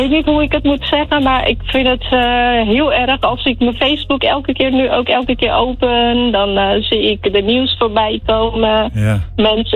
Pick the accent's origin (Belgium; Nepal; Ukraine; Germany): Nepal; now in Rotterdam, Netherlands; We staan nu 6-7 jaar in Kralingen en mensen weten dat we uit Nepal komen.